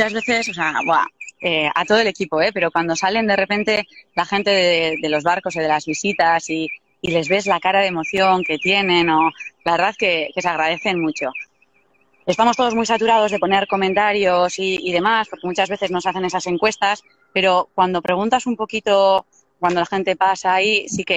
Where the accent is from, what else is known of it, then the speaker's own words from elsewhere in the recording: Deba, Basque Country, Spain; also born or lived in Mutriku; yo nací en Deva y casi todo el tiempo lo estoy en Zumaya.